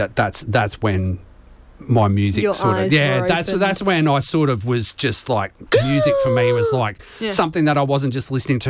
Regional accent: Ipswich, Queensland, Australia; So I grew up in Ipswich.

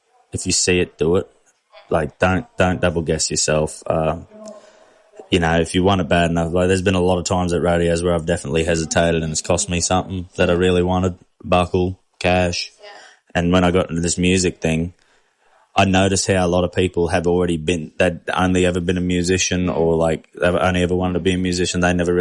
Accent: Queensland, Australia; I'm from where it gets real hot. I'm from, like, outback Queensland

